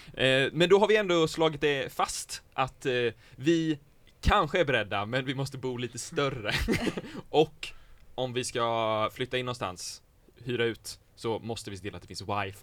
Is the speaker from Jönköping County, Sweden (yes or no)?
yes; Jönköping, Jönköping County, Sweden; Ja, min hemstad.